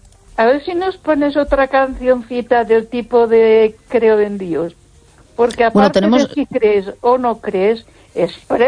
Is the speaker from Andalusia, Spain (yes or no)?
no; Barcelona, Catalonia, Spain; yo, como soy de Barcelona, fui al instituto, a ver si él sabe dónde está, al Instituto Montserrat en la calle Copérnico.